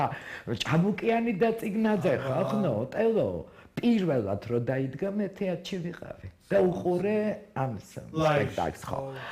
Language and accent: Georgian; Tbilisi, Georgia; born there